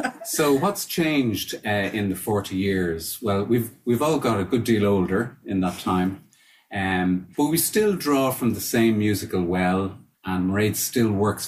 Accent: Dublin, Leinster, Ireland; I'm not from Donegal. I'm from Dublin.

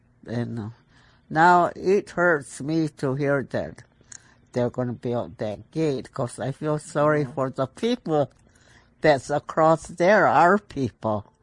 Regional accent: Arizona, United States; moved away as an adult; now in San Francisco, United States; I grew up in Kapawa. I don't know if you know where that is. Anyway, I was born there, raised up by my grandparents

